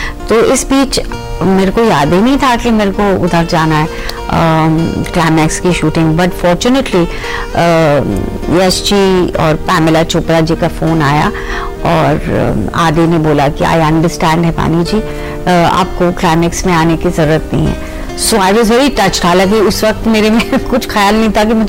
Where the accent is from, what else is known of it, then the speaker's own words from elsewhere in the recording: Dehradun, Uttarakhand, India; born there; also born or lived in Delhi; लेकिन क्योंकि मेरी पैदाइश देहरादून में हुई है तो मेरा अभी भी मानना है कि दुनिया का सबसे खूबसूरत शहर देहरादून है, मेरा बर्थ टाउन, और जाहिर है, और मैं दिल्ली में भी काफी साल रही